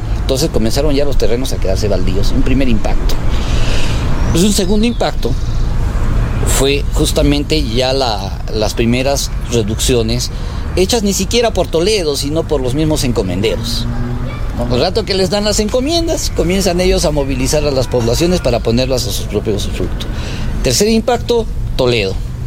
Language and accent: Spanish; Arequipa, Peru